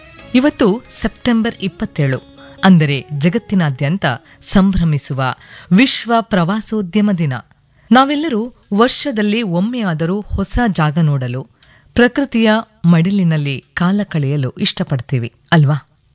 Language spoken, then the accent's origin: Kannada; Karnataka, India